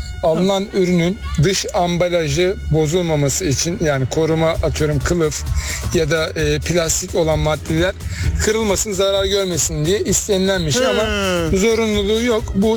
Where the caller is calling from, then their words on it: Izmir, İzmir, Turkey; İzmir'den